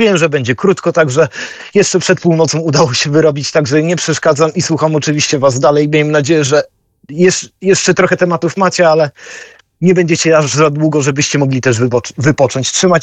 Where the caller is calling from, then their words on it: Bydgoszcz, Kuyavian-Pomeranian Voivodeship, Poland; u mnie w Bydgoszczy.